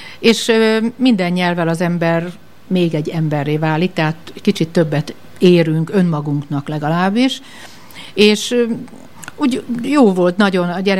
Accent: Hungary; Igen, de én magyar vagyok. Amíg élek, az is maradok.

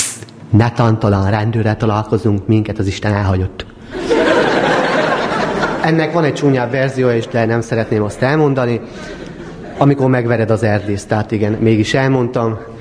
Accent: Csíkdánfalva, Harghita, Romania; accent: Székely; Csíkdán falváról érkeztem, ez Erdélyben van, Csíkdán falva, hát nálunk csak úgy mondják, hogy Dánfali, vagy van a szomszédfalu, az nem Csíkkarcfal, hanem Karcfali és Jenőfali, tehát így a V betűt nem mondják ki, tehát hát a víznek úgy mondják, hogy pálinka nálunk

